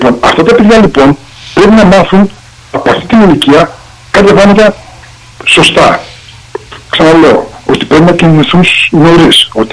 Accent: Karditsa, Thessaly, Greece; εμείς ας πούμε που μεγαλώσαμε στην Καρδίτσα

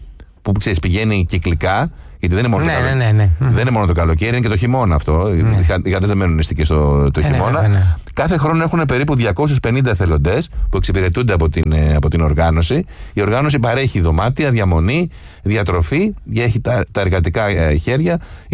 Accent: Syros, South Aegean, Greece; στην πατρίδα μου τη Σύρο

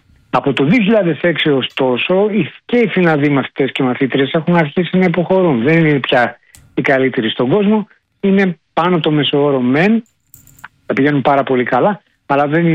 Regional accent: Greece

